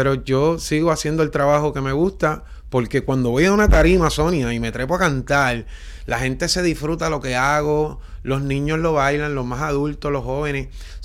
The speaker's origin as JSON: {"language": "Spanish", "country": "Puerto Rico", "said": "pero sentía la necesidad del calorcito puertorriqueño, y como yo soy tan boricua"}